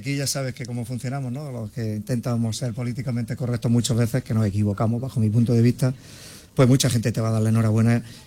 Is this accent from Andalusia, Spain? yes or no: yes; Antas, Andalusia, Spain; que estés en mi pueblo